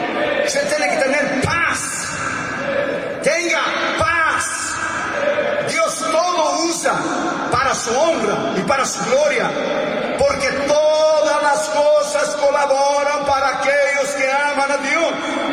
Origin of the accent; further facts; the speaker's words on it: Brazil; Spanish is a second language; now in United States; Usted es chileno, yo soy brasileño, nacionalizado norteamericano, pero mi corazón es verde amarelo.